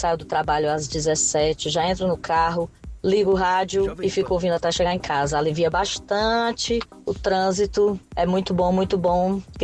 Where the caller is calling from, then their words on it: Fortaleza, Ceará, Brazil; sou de Fortaleza, Ceará.